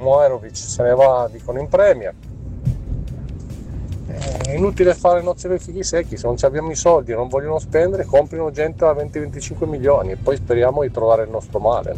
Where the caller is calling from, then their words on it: Canary Islands, Spain; Buongiorno … da Lanzarote.